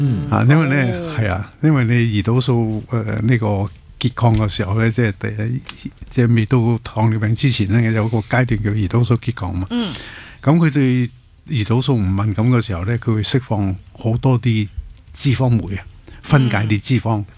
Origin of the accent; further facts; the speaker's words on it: Hong Kong; 我哋香港人